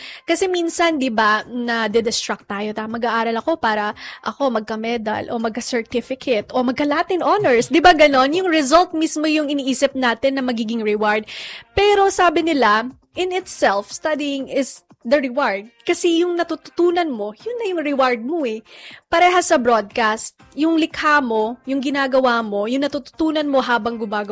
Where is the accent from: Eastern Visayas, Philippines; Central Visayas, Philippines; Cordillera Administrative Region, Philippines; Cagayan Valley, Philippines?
Cagayan Valley, Philippines; moved away; taga-Batanes ako.